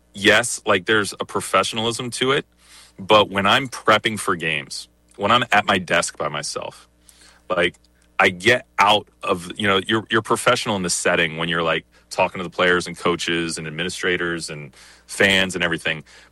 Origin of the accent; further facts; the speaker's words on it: Centerburg, Ohio, United States; moved away as an adult; now in Tampa, United States; we grew up in Ohio